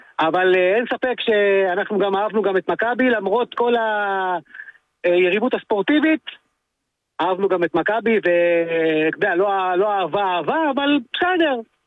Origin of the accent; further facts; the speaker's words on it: Tel Aviv, Tel Aviv District, Israel; born there; now in Sderot, Israel; והיום אני גר בסדרות, אבל אז הייתי גר עוד ביד אליהו.